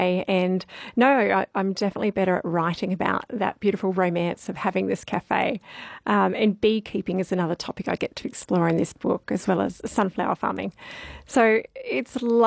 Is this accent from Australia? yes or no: yes; Tantanoola, South Australia, Australia; I grew up in the southeast in a very small town called Tantanoola.